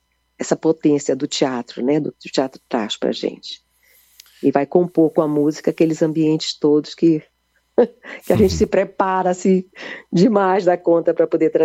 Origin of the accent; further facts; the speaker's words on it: Minas Gerais, Brazil; Sou mineira, tá? Vou te dizer que eu sou mineira também.